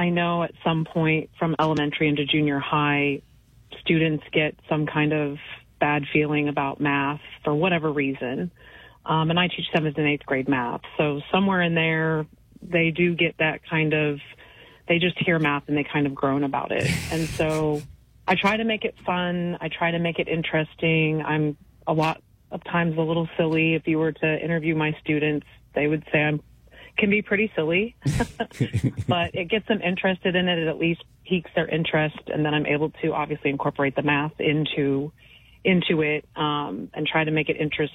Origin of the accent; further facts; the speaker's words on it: Bement, Illinois, United States; I'm from Bement, originally.